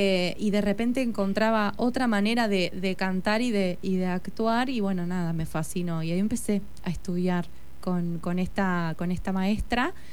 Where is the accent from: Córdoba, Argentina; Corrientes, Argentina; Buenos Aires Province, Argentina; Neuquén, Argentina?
Buenos Aires Province, Argentina; Ingeniero Maschwitz; yo soy de allá, de Zona Norte, Ingeniero Maschwitz.